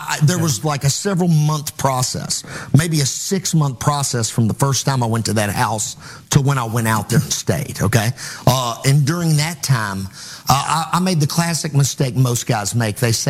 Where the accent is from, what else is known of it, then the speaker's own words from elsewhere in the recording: Providence, Kentucky, United States; I would be driving from my hometown in Providence, Kentucky, to take classes in Madisonville, Kentucky.